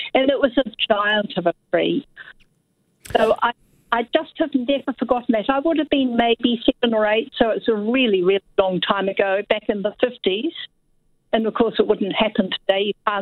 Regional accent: Kaikohe, Northland, New Zealand; I grew up in Kaikohe in the far north.

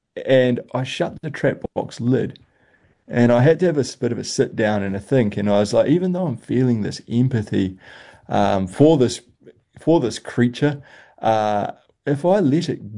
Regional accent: New Zealand; we in Aotearoa have made our traditional cloaks out of kiwi feathers.

